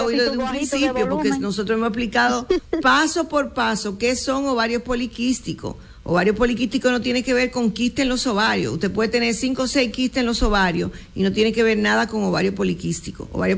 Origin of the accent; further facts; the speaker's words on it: Dominican Republic; ya yo no digo nada porque somos dominicanos.